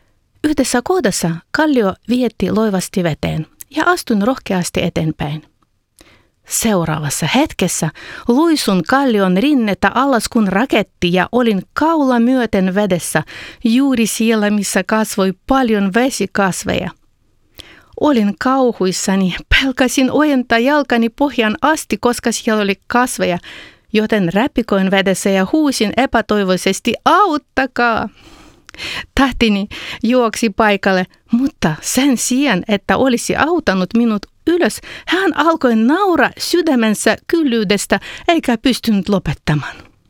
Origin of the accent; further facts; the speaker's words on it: Bohuslav, Kyiv Oblast, Ukraine; moved away; Olen syntynyt Ukrainassa ja viettänyt lapsuuteni Kiovan alueella Boguslavin kaupungissa, jonka nimi tarkoittaa Jumalalle kunnia.